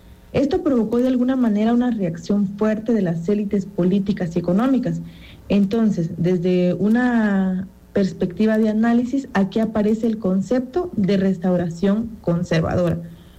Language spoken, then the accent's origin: Spanish; Guatemala; nuestro país, de Guatemala